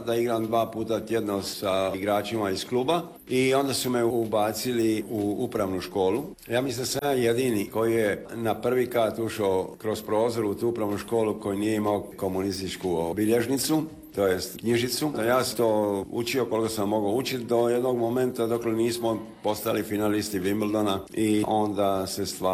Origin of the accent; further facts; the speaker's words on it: Split, Split-Dalmatia County, Croatia; also born or lived in New York / London / Munich; Kad ste rekli Splićanin, da, ja sam rođen u Splitu, u Belom Varešu, gdje je infetivi Splićani. Uživao sam se vraćati u Split